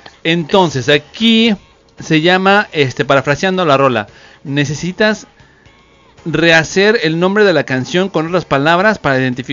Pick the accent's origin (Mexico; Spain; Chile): Mexico; Mexico City; Soy chilango